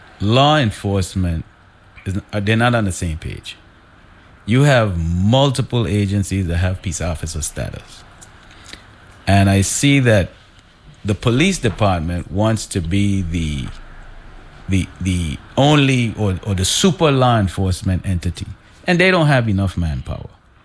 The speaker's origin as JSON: {"language": "English", "region": "Saint Croix", "country": "U.S. Virgin Islands", "tie": "born there", "also_born_or_lived": "New York, United States", "said": "I was made in Frederickstead, but I was born in New York."}